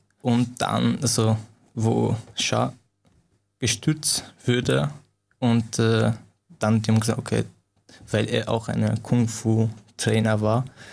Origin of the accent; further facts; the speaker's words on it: Afghanistan; also born or lived in Iran; now in Austria; Da, wenn ich sage, okay, ich komme ursprünglich aus Afghanistan, ich fühle mich dabei ein bisschen noch so wohl, als ich im Iran, wenn jemand mich fragt, wo kommst du, dann ist es schwer zu beantworten.